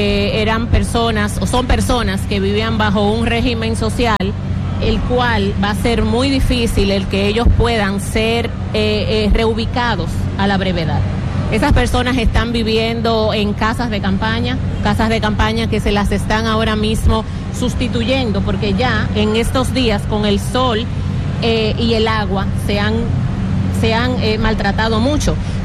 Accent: Dominican Republic; podemos estar todos como dominicanos muy orgullosos

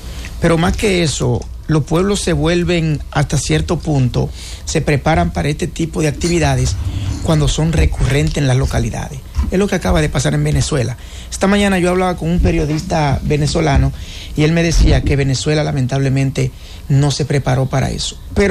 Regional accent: Dominican Republic; Nosotros como dominicanos nos sentimos muy acongojados.

